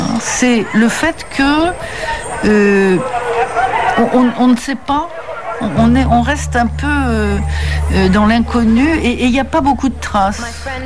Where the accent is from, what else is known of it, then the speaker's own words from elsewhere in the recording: France; born there; Moi, je suis née en France, je suis complètement française, j'ai une part italienne, mais encore une fois, elle n'ampute pas du tout le fait que je sois française.